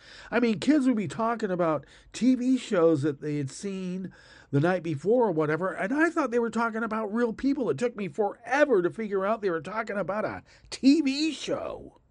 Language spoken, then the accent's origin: English; United States; I'm an American.